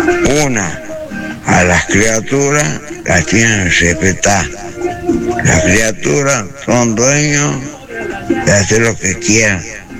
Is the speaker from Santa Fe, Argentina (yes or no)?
no; Catamarca, Argentina; Hola, buenas noches. Soy de Catamarca.